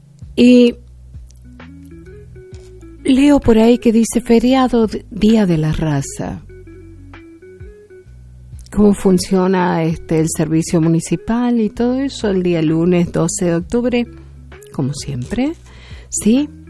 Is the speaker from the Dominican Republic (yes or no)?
no; Argentina; born there; Yo nací en la Argentina, gente mía. ¿Qué raza voy a tener? Del lugar donde nací.